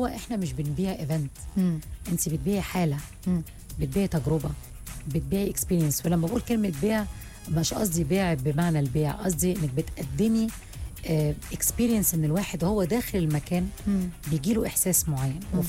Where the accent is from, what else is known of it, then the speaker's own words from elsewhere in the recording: Egypt; احنا كمصريين